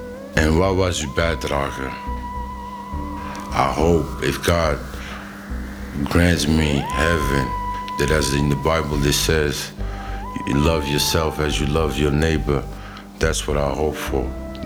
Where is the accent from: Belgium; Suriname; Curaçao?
Belgium; shout-out naar Queen Mathilde, die altijd klaarstaat voor de ongelukken die gebeuren in mijn moederland.